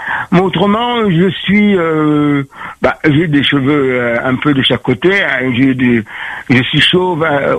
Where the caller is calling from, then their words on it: Sainte-Anne, Réunion; Alors, je suis de Sainte-Anne, Petit Saint-Pierre. Mm-hmm.